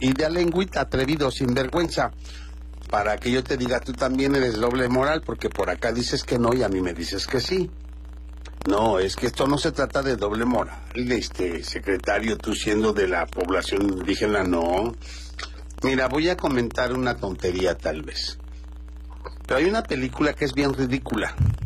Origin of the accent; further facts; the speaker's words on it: Guerrero, Mexico; Amaría mucho más a los que, como yo, somos orgullosamente indígenas de Guerrero, de la tierra de Guerrero.